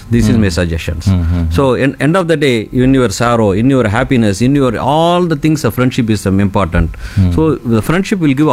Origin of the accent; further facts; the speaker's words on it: Tamil Nadu, India; first language Tamil; English is a second language; moved away as an adult; also born or lived in Osmanabad, Maharashtra; now in Chennai, India; I was only know my mother tongue Tamil and English.